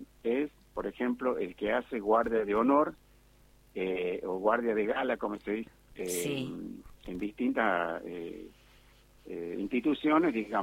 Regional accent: Argentina; Creo que ya que con eso ya nos conformamos nosotros como argentinos.

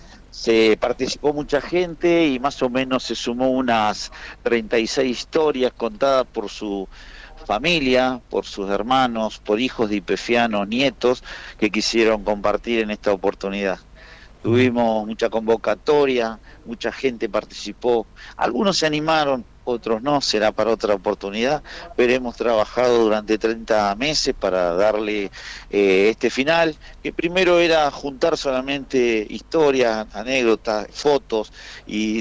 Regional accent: Cañadón Seco, Santa Cruz, Argentina; born there; yo nací en Cañadón Seco, pero mis hermanos habían nacido en Comodoro

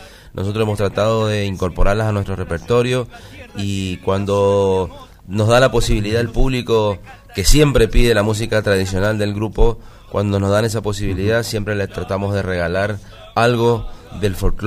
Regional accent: Cuyo, Argentina

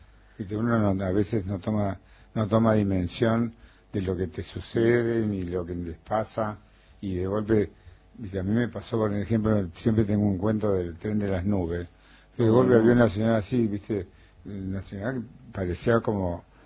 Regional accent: Tostado, Santa Fe, Argentina; yo soy de Tostado, o sea que también soy

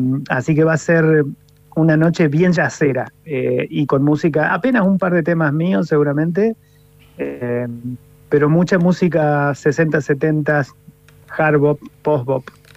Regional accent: Villa María, Córdoba, Argentina; moved away; ahora estoy en mi ciudad natal, que es Villa María

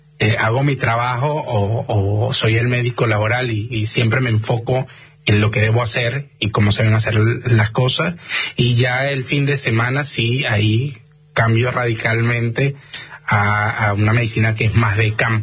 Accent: Venezuela; venezolana, somos como más

